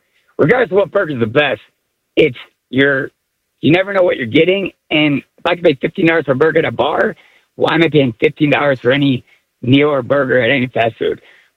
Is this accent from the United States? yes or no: yes; Buffalo, New York, United States; because I got a couple questions at the end, and actually relates to V too, because when I say New York, I'm from Buffalo